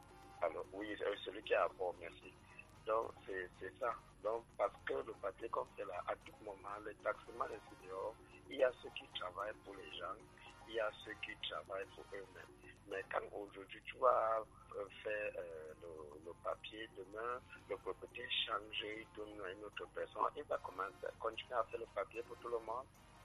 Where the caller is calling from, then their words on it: Yaoundé, Centre, Cameroon; Je suis à Simbok.